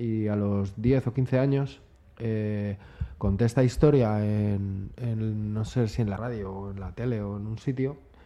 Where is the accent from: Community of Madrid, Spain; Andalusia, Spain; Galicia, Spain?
Community of Madrid, Spain; Madrid; born there; also born or lived in Majadahonda / Boadilla del Monte / Carabanchel; yo nací en Usera